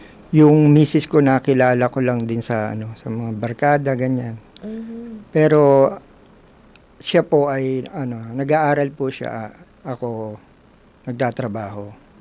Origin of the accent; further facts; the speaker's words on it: Manila, Metro Manila, Philippines; Ako po ay taga Tondo.